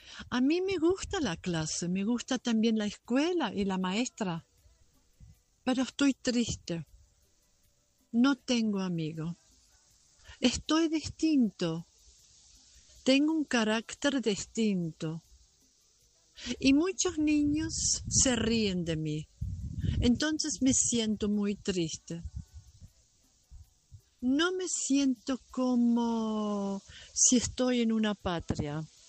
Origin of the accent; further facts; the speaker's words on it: Cerrillos, Canelones, Uruguay; moved away; mi patria es en Cerrillos, en Uruguay. Allí podía andar descalzada o con alpargatas. Campo, mucho campo, caballos, vacas, un idioma fantástico, castellano